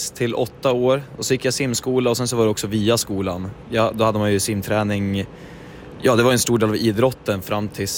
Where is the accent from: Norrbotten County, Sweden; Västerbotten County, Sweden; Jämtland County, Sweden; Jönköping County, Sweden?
Jämtland County, Sweden; Östersund; born there; Jag är från Östersund.